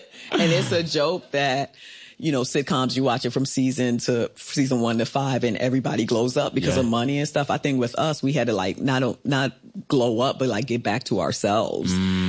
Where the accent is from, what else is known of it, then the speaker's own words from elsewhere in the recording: St. Thomas, U.S. Virgin Islands; I'm from the Virgin Islands. I'm from St. Thomas, and I've always wanted to do a show about back home.